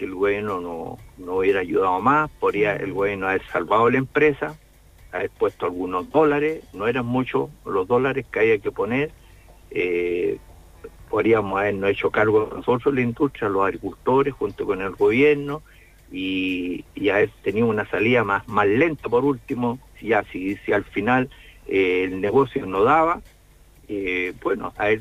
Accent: Chile; yo como chileno

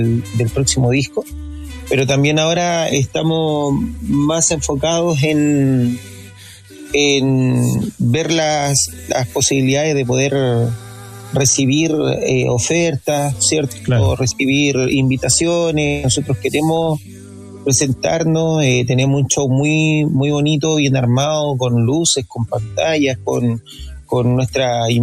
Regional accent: Chile; si somos chilenos

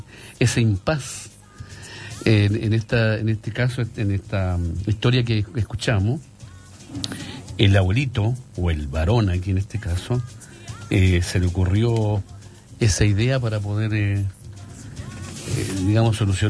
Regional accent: Chile; a nosotros como chilenos

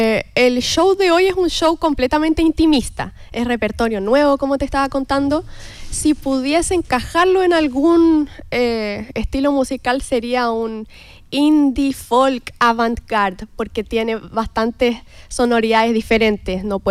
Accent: Quillota, Valparaíso, Chile; moved away as an adult; also born or lived in La Cruz; Yo estudié en Quillota, me crié en Quillota, aprendí a andar en bicicleta en la Plaza de Quillota. Pucha, todos mis recuerdos de infancia, adolescencia, hasta hace 4 años son aquí.

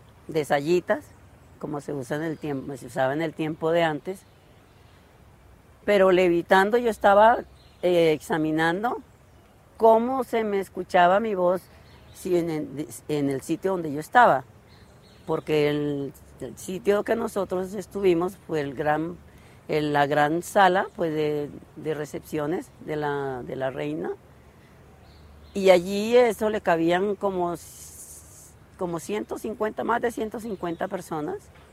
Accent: Caribbean coast, Colombia; nosotros los colombianos tenemos ese sentido de pertenencia que nos encontramos, así sea como se dicen allá, decimos nosotros en la costa los cachacos, pero todos somos colombianos.

